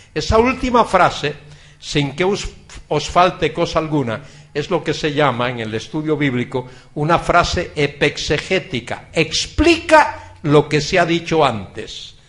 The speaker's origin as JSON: {"language": "Spanish", "region": "Galicia", "country": "Spain", "said": "Yo vengo de una parte de Galicia que se llama Costa da Morte, Costa de la Muerte, porque allí las olas baten con una fuerza tremenda"}